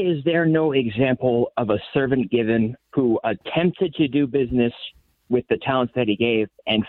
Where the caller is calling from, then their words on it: Las Vegas, Nevada, United States; I'm calling from Sin City, Las Vegas.